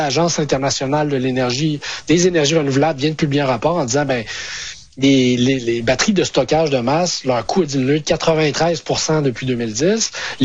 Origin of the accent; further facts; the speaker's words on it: Quebec, Canada; Dans ma région natale, ben en fait la région où j'habite, l'Abitibi, ça a failli l'être au Québec.